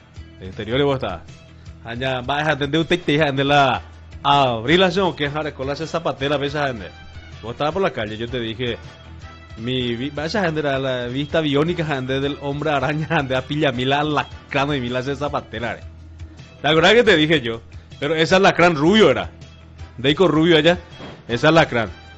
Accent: Pedro Juan Caballero, Amambay, Paraguay; Nosotros le decimos acá en la frontera el verde

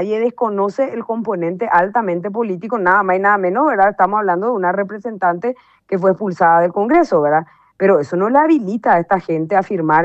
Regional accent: Asunción, Paraguay; born there; also born or lived in Pedro Juan Caballero, Paraguay; yo nací en Asunción

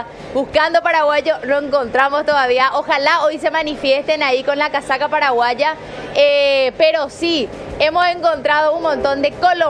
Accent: Colombia; Y no, soy de Colombia, o sea, los colombianos están por todas partes

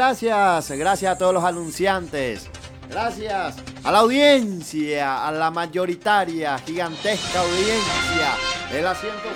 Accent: Paraguay

